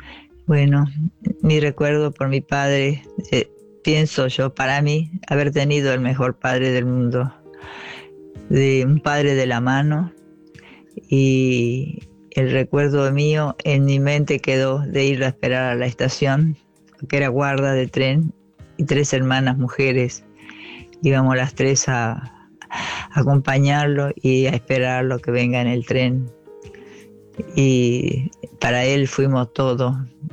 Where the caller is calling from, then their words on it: José C. Paz, Buenos Aires Province, Argentina; de José C. Paz.